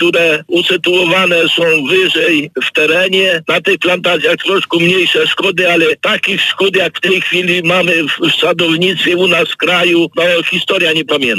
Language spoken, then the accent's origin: Polish; Subcarpathian Voivodeship, Poland; u nas na Podkarpaciu.